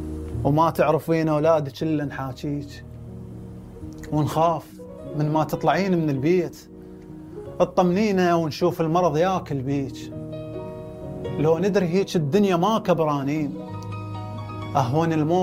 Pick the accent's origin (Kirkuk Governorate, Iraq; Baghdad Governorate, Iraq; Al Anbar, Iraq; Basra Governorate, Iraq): Kirkuk Governorate, Iraq; Kirkuk; أنا ولادتي بنفس البيت اللي هسه ساكن بيه